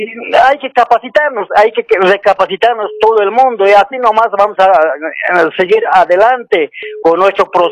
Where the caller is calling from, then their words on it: Cochabamba, Bolivia; Estoy llamando del departamento de Cochabamba.